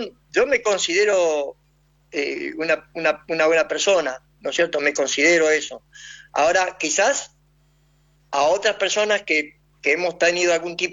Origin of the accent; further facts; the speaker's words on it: Argentina; soy argentino, yo uso mi camiseta de Argentina, yo grito los goles, no voy a cambiar mi idioma, no sé hablar guaraní